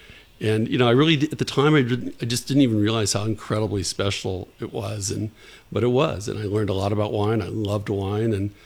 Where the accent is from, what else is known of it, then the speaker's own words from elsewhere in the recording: Los Angeles, California, United States; moved away as an adult; now in Santa Barbara County, United States; I grew up in Los Angeles.